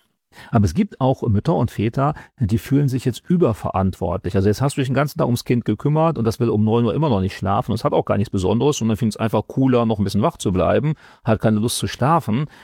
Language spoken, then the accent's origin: German; Germany; Und manchmal habe ich sogar den Eindruck, dass wir so als Deutsche da so ein bisschen sogar stärker das haben.